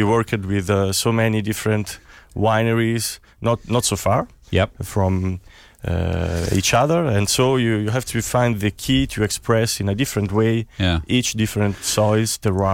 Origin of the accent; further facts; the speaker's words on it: Bordeaux, Nouvelle-Aquitaine, France; also born or lived in Tuscany; now in Italy; Yeah, but I was born in Tuscany. Yeah. Not in this part of Tuscany, in the middle of Tuscany, between Florence and Arezzo. And then I moved when I was young in Bordeaux for 18 years. And now I come back in Tuscany